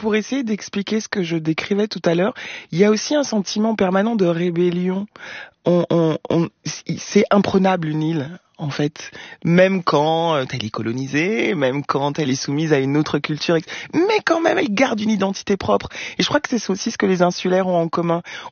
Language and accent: French; French Antilles, France; quand j'arrive en Corse et que je dis que je suis des Antilles, on s'embrasse, quoi.